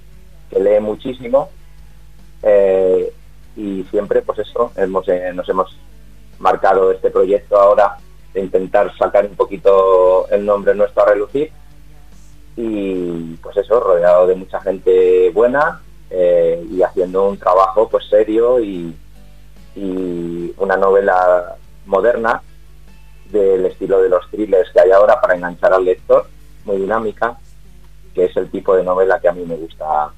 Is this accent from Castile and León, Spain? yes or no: yes; Guijuelo, Castile and León, Spain; also born or lived in Valladolid; siempre digo, no, yo soy de Guijuelo, y todo el mundo dice, oh, ¿y el pueblo del jamón? Y digo, pues claro, de ahí.